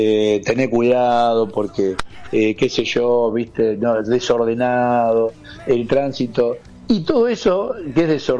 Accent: Argentina; y te hablan de Diego. Digo, ¿qué importancia le dan a Diego acá? Yo no sé si en Argentina le estamos dando el valor que le dan acá.

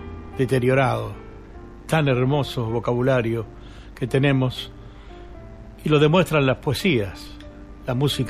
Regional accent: Argentina

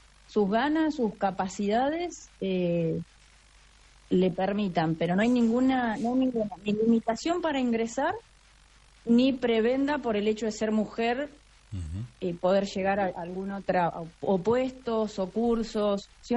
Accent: Buenos Aires Province, Argentina; also born or lived in Río Gallegos, Santa Cruz; now in Entre Ríos, Argentina; Nací en Santa Cruz, en Río Gallegos, pero me crié en provincia de Buenos Aires, un pueblo muy pequeñito, cerca de Bahía Blanca.

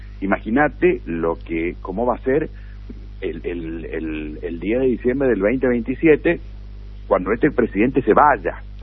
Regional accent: Argentina; yo como buen peronista, pero sobre todo como buen argentino

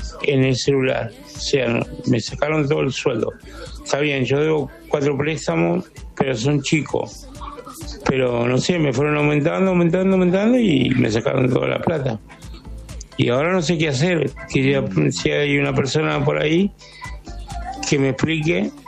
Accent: Junín, Buenos Aires Province, Argentina; Soy de Junín.

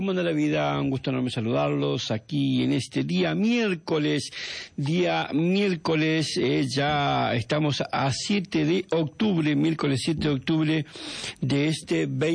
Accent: Argentina; ni siquiera yo, o como argentino

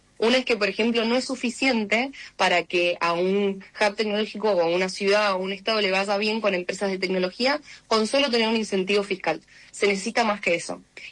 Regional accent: Mendoza, Argentina; soy mujer, soy mendocina, soy abogada, también soy emprendedora

